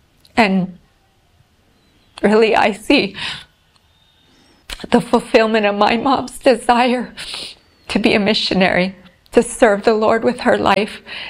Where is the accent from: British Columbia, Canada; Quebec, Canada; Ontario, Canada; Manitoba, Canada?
Manitoba, Canada; Whitemouth; now in Visakhapatnam, India; a nice Indian name. I'm from White Mouth, Manitoba, Canada. Small town there, and I'm living now in Visakhapatnam, India.